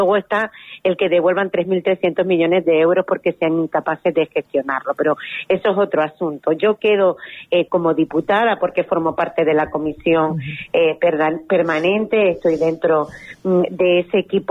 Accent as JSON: {"language": "Spanish", "area": "Lanzarote", "region": "Canary Islands", "country": "Spain", "said": "es con mi isla y con mi tierra."}